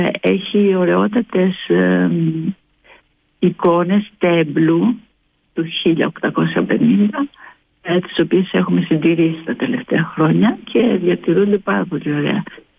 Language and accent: Greek; Thebes, Central Greece, Greece; Εγώ είμαι από τη Θήβα.